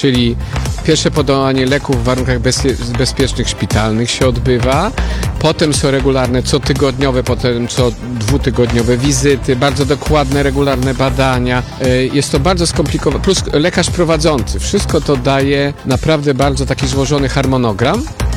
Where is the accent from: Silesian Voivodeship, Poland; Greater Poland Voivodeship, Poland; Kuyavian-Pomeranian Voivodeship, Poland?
Silesian Voivodeship, Poland; Tarnowskie Góry; Pochodzę z pod Tarnowskich Gór, czyli z terenów Śląska.